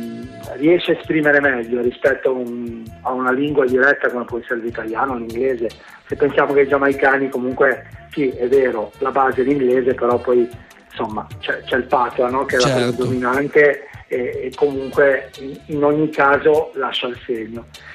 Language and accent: Italian; Genoa, Liguria, Italy; nel nostro dialetto, nella nostra lingua, c'è un po' un mix di tutto questo. Nel genovese ci sono, esempio, 500 termini di origine araba